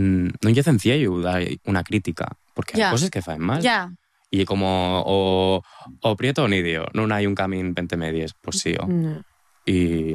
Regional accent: Asturias, Spain; yo que soy de Asturias

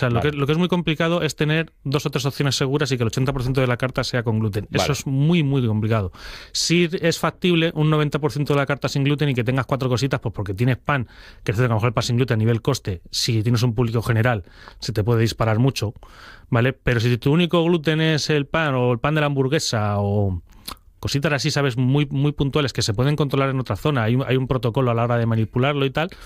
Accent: Madrid, Community of Madrid, Spain; also born or lived in Almería; porque viví en Almería y soy de Madrid.

